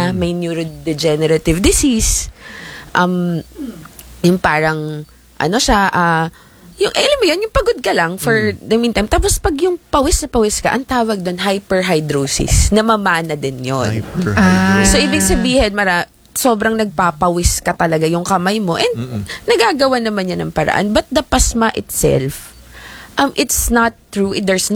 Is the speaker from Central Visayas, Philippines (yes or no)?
no; Calabarzon, Philippines; Me, I'm from Laguna.